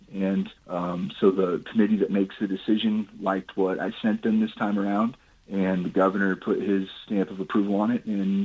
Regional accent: Bloomington, Illinois, United States; moved away as an adult; now in Mexico, Missouri, United States; I am from Bloomington, Normal, Illinois originally, but we've lived in Mexico for 21 years now.

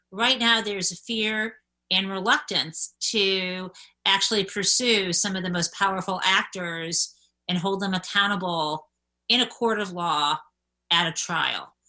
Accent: Midwest, United States; maybe it's because I'm a Midwesterner too

